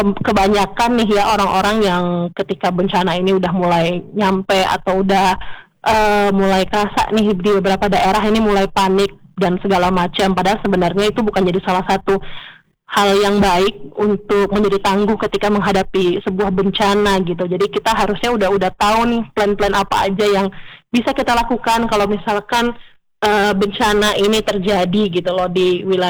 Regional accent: Bengkulu, Indonesia; kita warga Bengkulu

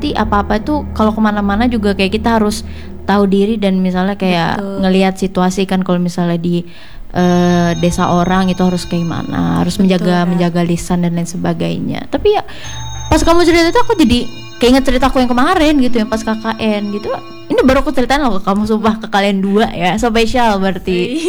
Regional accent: Java, Indonesia; Aku kan rantauan nih, aku dari Jawa gitu.

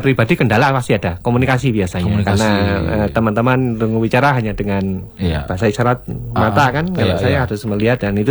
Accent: Central Java, Indonesia; moved away as an adult; now in Southeast Sulawesi, Indonesia; Saya lahir besar di Jawa, kemudian masuk ke Kementerian Sosial tahun 2015 dan langsung diterbangin ke sini.

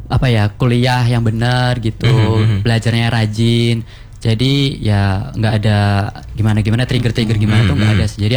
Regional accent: Banyuwangi, East Java, Indonesia; moved away as an adult; now in Malang, Indonesia; Saya sebenarnya asalnya Banyuwangi, cuman ya kuliahnya di Malang

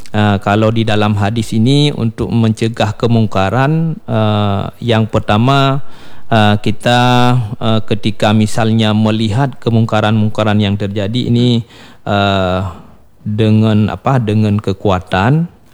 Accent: Bireuen, Aceh, Indonesia; moved away; Saya orang Birun, bukan asli orang sini ya.

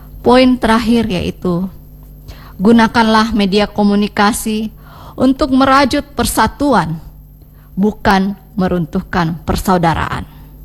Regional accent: Makassar, South Sulawesi, Indonesia; Kita sebagai warga Makassar

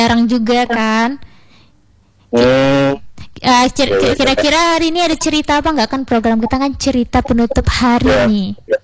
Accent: Aceh, Indonesia; kita sebagai warga Cibarat pun alhamdulillah aman di sini

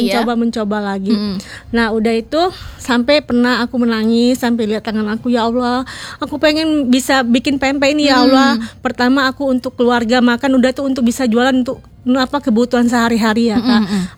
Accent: Palembang, South Sumatra, Indonesia; moved away; Halo pemirsa … saya asli Palembang. Di sini merantau udah kurang lebih 20 tahun.

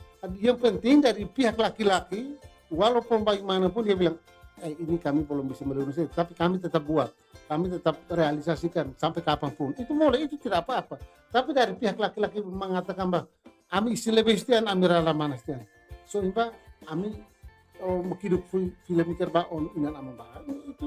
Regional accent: Belu, East Nusa Tenggara, Indonesia; kami orang Tetun, khususnya orang Lidak, Belu di bagian Lidak

